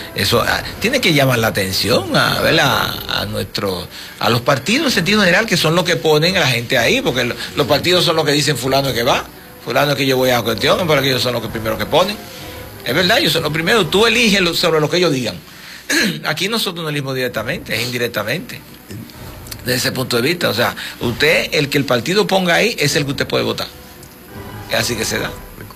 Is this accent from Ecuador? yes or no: no; Dominican Republic